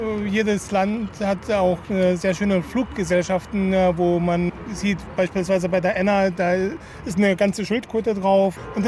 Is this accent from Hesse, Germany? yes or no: yes; Marburg, Hesse, Germany; Nee, ich komme aus Marburg, aus Mittelhessen.